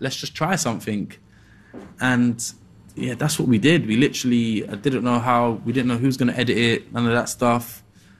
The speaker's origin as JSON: {"language": "English", "town": "Peckham", "region": "London", "country": "United Kingdom", "tie": "born or raised there", "said": "growing up in Peckham, people weren't, from my demographic, weren't really putting out YouTube videos"}